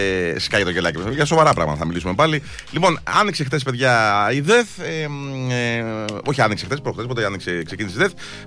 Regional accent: Greece

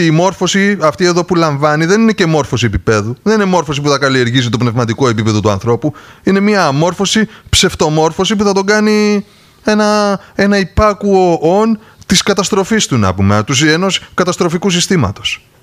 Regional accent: Greece

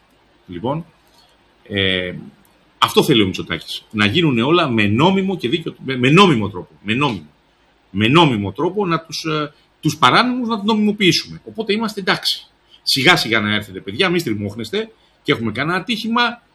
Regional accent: Epirus, Greece; εγώ είμαι Σουλιώτης και είμαι για την Περάτη Ιωαννίνων. Δεν είμαι από τις Θεσσαλίες, ούτε οι γονείς μου μένα στο Χαλάνδι και στο ψυχικό.

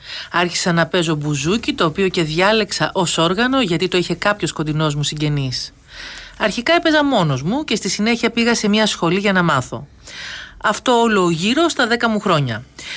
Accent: Alexandreia, Central Macedonia, Greece; moved away; στον τόπο που μεγάλωσα, στην Αλεξάνδρεια της Βέρειας

